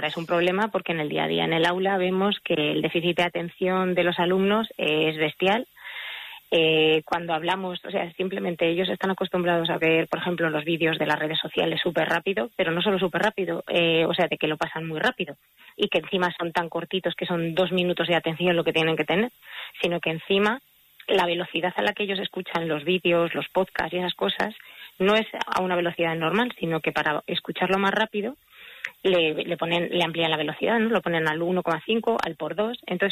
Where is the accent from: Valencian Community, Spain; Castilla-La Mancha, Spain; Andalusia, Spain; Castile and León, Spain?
Castilla-La Mancha, Spain; Archilla; Celia es de mi pueblo, de Archilla